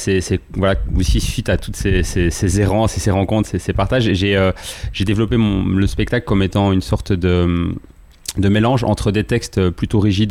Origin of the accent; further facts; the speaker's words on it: Belgium; je suis belge. J'ai grandi et vécu la majorité de ma vie tout près de Bruxelles